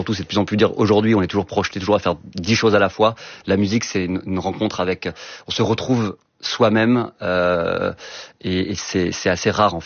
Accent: Brittany, France; moi, je parle pas en tant que Breton, je parle en tant que vacancier.

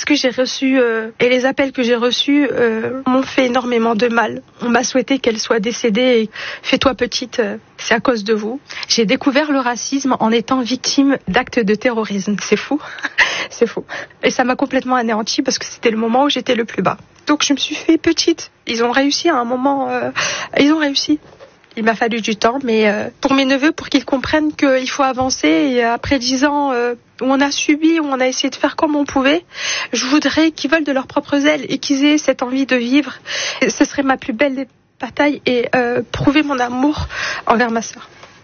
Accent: Nice, Provence-Alpes-Côte d'Azur, France; born there; je suis née à Nice.

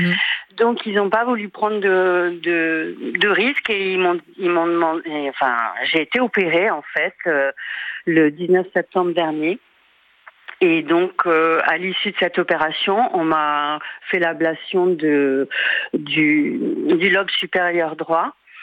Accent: Brittany, France; j'ai contacté l'hôpital Cochin qui m'a renvoyée vers son antenne en Bretagne puisque je suis bretonne.

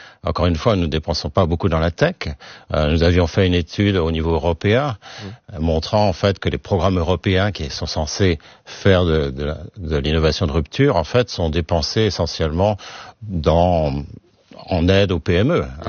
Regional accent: Toulouse, Occitanie, France; je suis toulousain

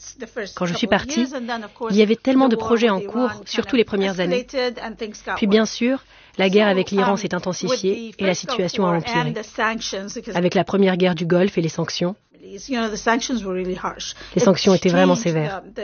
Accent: Iraq; J'étais toujours un peu surprise de constater que ma propre esthétique s'inspirait de ce que j'avais vu en grandissant en Irak.

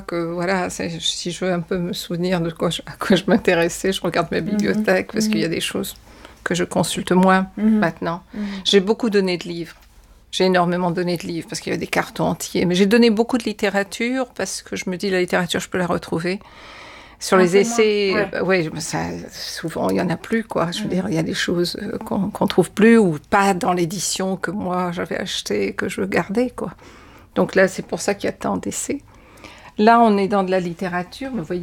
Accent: Réunion, France; moi, je viens de La Réunion, c'est un axe Afrique-Asie, donc on est très loin de la France.

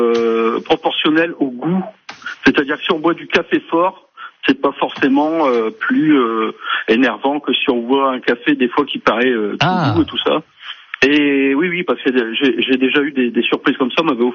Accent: Hauts-de-France, France; je suis originaire du Nord et de la région de la chicorée.

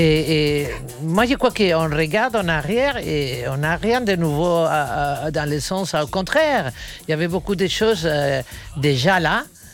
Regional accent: Palma, Balearic Islands, Spain; born there; French is a second language; moved away as an adult; moi, c'est de Palma, parce que je suis né à Palma de Mallorca.

